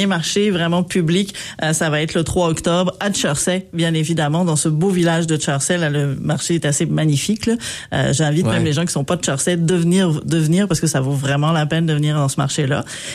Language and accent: French; France